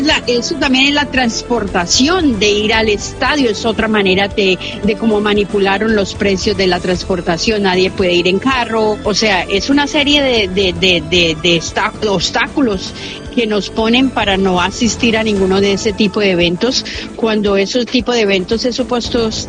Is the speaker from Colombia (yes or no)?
yes; Colombia; now in New York, United States; Somos de Colombia, venimos aquí a tratar de sobrevivir